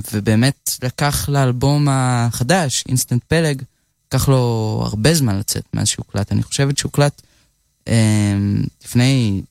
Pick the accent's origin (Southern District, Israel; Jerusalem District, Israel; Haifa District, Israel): Haifa District, Israel; Hadera; אני גדלתי בחדרה, נולדתי ב-2002, אני בת 24